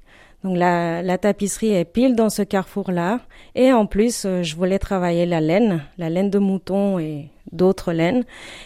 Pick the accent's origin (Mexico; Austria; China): Mexico; moved away as an adult; now in Revermont, France; Oui, je suis arrivée en 2015. Après, alors moi, je viens du Mexique. J'avais fait les Beaux-Arts là-bas.